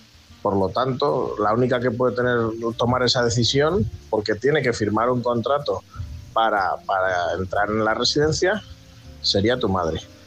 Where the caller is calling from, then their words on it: Palencia, Castile and León, Spain; corresponsal de Palencia.